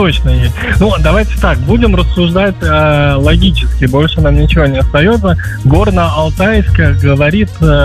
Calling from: Ulyanovsk, Ulyanovsk Oblast, Russia; я из города Ульяновск.

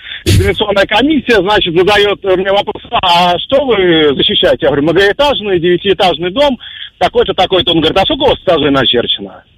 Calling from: Vologda, Vologda Oblast, Russia

